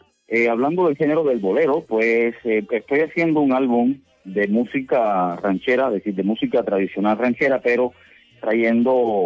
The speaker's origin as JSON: {"language": "Spanish", "country": "Cuba", "moved": "yes", "said": "me siento orgullosamente cubano, pero me siento por decisión, pues me siento muy mexicano también."}